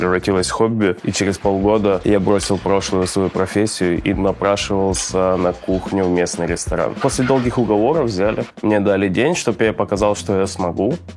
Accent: Russia; born there; Я родился в России, я очень люблю наш менталитет в плане приготовления еды

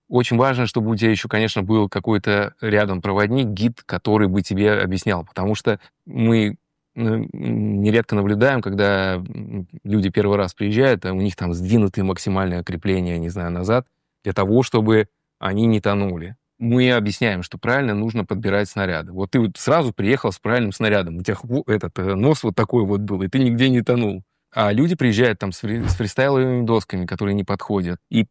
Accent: Kamchatka Krai, Russia; moved away; я родился на Камчатке, прожил первую часть своей жизни там.

